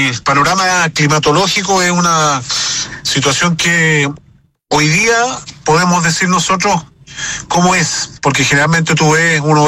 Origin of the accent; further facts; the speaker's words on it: Corral, Los Ríos, Chile; Yo soy nacido y criado acá en Corral